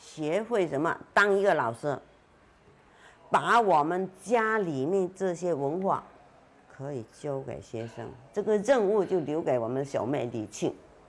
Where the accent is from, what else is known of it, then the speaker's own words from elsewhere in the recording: Chaozhou, Guangdong, China; 我们潮州的习惯，就早上起来一定要泡功夫茶来吃